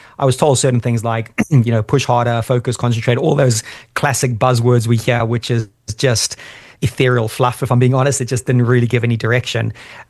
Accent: Zimbabwe; moved away; I'm not from the UK. I've got a UK passport. My mom's from the Lake Districts of all places, but I was born and raised in Zimbabwe of all places, Southern Africa.

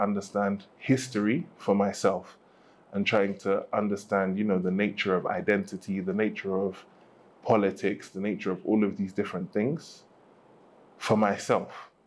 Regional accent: United Kingdom; as a British person of African descent, someone that, you know, my grandparents migrated to the UK in the 50s and I grew up and was born there, but I always knew that I was not from there.

